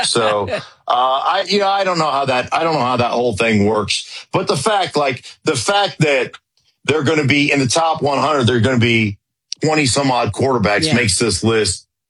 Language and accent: English; Anchorage, Alaska, United States; born or raised there